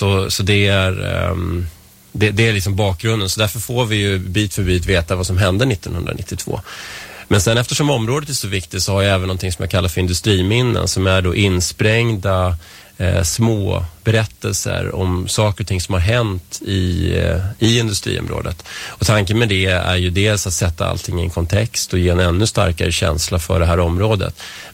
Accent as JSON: {"language": "Swedish", "town": "Vällingby", "region": "Stockholm County", "country": "Sweden", "also_born_or_lived": "Strängnäs", "lives_now": "Nacka, Sweden"}